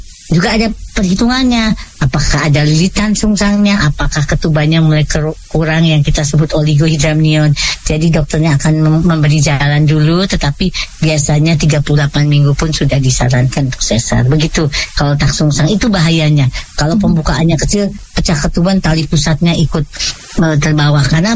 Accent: Wonosobo, Central Java, Indonesia; born there; moved away; di Wonosobo, tempat kelahiran saya

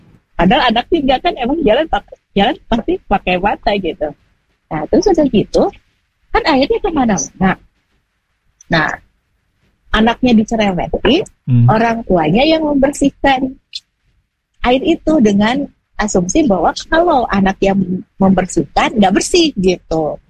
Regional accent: West Java, Indonesia; Nah ini banyak terutama di culture Sunda, karena saya kan orang Sunda tuh Kang Hanif.

